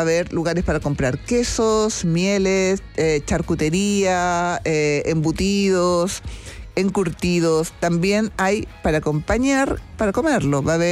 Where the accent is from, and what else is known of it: Chile